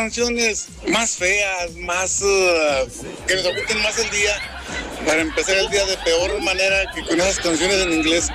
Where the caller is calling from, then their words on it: Mexico; Esto aquí en México es México, somos mexicanos.